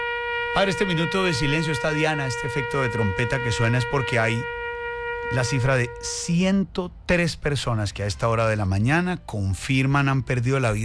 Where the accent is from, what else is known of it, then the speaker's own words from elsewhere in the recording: Santander, Colombia; Nosotros, como buenos santandereanos, somos fuertes, somos recios, ¿cierto?